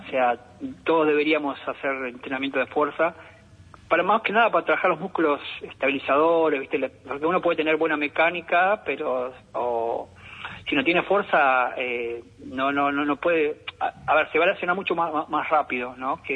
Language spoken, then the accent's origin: Spanish; Entre Ríos, Argentina; Villaguay, que está cerca de mi pueblo.